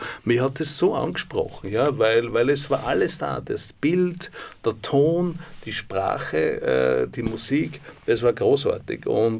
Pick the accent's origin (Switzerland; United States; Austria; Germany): Austria; dass ich heute jetzt als Österreicher da bei dieser tollen internationalen Bank dann in London, New York bin